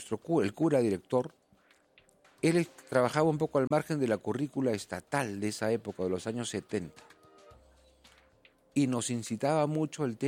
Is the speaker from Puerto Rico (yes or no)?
no; Peru